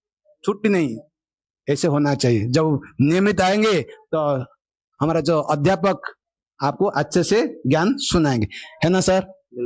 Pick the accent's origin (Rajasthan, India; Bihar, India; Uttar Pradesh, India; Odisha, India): Odisha, India; हमारा कॉलेज हमारा गांव में नहीं रहता था उड़ीसा में सर